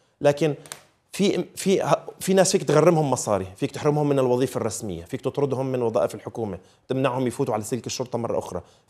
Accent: Syria; وحقيقة كسوريين عشنا بسوريا وبنعرف سوريا وحبسنا، أنا محبوس مرتين ومحاكم مرتين

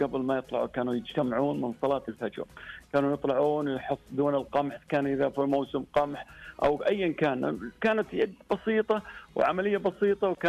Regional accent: Saudi Arabia; عندنا في المملكة العربية السعودية.

